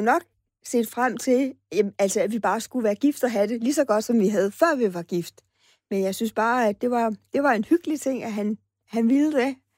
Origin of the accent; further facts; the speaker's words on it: Fredericia, Region of Southern Denmark, Denmark; Jamen, jeg kommer fra Fredericia, og jeg bor herovre alene og sådan noget.